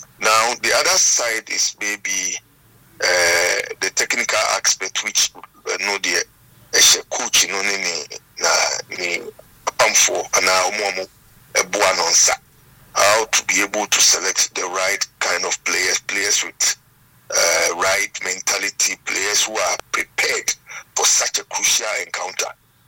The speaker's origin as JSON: {"language": "English", "country": "Ghana", "said": "But as a Ghanaian, as a football person"}